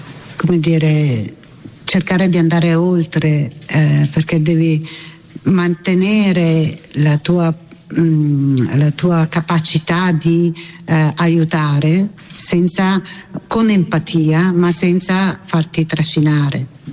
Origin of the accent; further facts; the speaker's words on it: Milan, Lombardy, Italy; Don Gnocchi, che io da milanese conoscevo come milanese